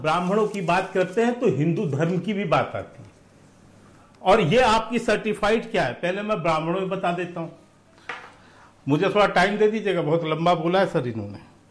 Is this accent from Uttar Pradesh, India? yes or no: yes; Uttar Pradesh, India; मैं स्वयं उत्तर प्रदेश का रहने वाला हूं